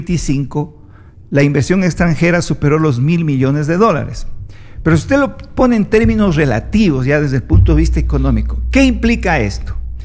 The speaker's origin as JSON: {"language": "Spanish", "country": "Ecuador"}